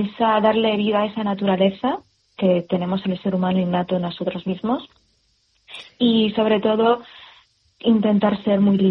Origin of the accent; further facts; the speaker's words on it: Outes, Galicia, Spain; ¿pero de dónde eres? De Galicia. ¿Pero de qué parte de Galicia? De Outes.